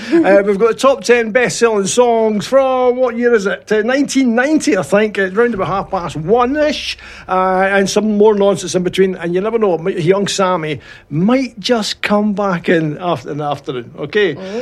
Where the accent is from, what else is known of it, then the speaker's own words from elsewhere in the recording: Scotland, United Kingdom; because I'm Scottish, I've got to go with Scotland